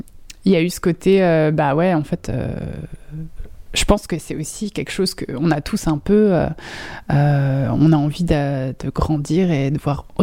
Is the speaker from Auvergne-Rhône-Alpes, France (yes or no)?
no; Grand Est, France; Oui, donc j'ai grandi en Alsace … j'ai passé quelques études à Strasbourg